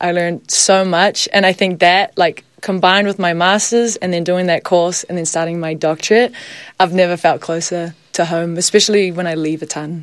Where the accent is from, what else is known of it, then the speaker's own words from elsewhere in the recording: Hamilton, Waikato, New Zealand; We played in Hamilton, my hometown.